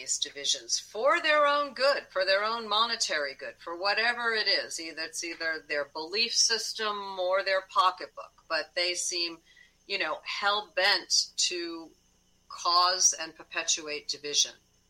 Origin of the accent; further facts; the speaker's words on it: United States; I've been a little nervous about being an American in another country